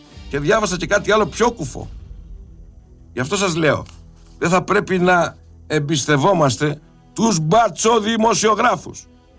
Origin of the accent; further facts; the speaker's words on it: Greece; Ντρέπομαι που είμαι Έλληνας τηλεθεατής